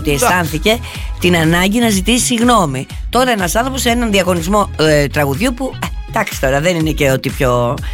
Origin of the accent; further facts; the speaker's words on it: Greece; εμείς ως Έλληνες πάντα βρίσκουμε το καλό.